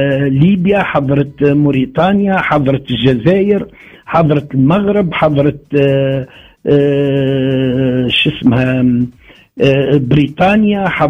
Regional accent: Tunisia

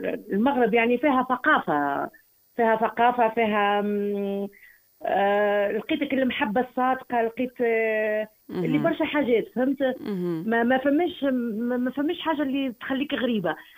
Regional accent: Tunisia; now in Morocco; طفولتي عديتها يعني في تونس

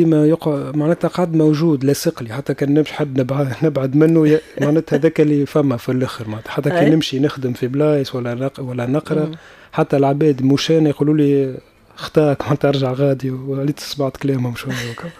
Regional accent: Tunisia; انا كبرت في تونس

